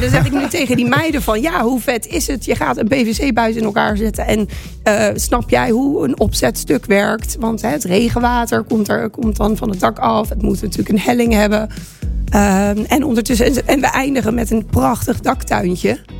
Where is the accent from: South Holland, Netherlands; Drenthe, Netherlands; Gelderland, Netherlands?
South Holland, Netherlands; Rotterdam; moved away as an adult; now in Aarlanderveen, Netherlands; ik ben stadse, ik ben een Rotterdammer, ik ben verhuisd naar Aarlanderveen, een dorp.